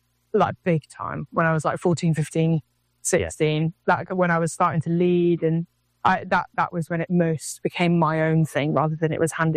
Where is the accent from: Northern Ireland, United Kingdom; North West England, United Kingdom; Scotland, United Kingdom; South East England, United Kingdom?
South East England, United Kingdom; Dorking; I grew up in Surrey in England. I want to say it's not a sleepy town. It's a smaller town called Dorking